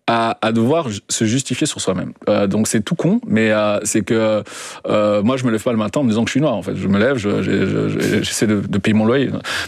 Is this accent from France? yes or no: no; Belgium; born or raised there